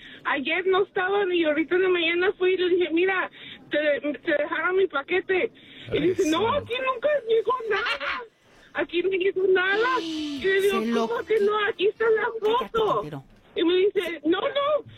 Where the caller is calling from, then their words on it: Long Beach, California, United States; de Long Beach.